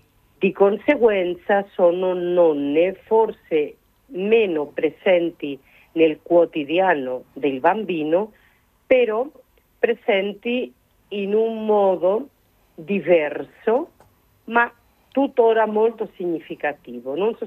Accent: Spain; io sono spagnola

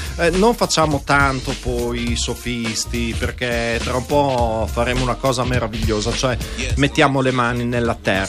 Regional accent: Russia; Italian is a second language; tradurre anche per me che sono russa le sue poesie è veramente difficile

